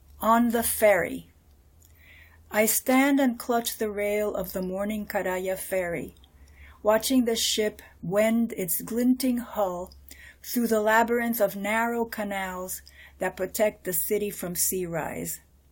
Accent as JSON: {"language": "English", "country": "Cuba", "tie": "born or raised there", "said": "because growing up in Cuba, and I don't know if this is the way it came to me or the way history was actually taught"}